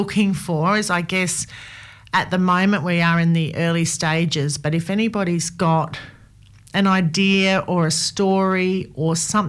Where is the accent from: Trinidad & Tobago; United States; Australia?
Australia; Gawler, South Australia; I mean, I come from Gawler. This is not a great example, but I come from Gawler, where apparently chicken salt was invented.